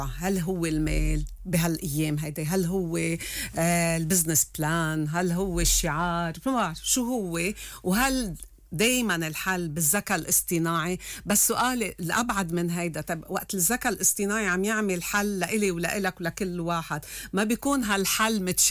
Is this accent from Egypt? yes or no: no; Lebanon; نحن كلبنانية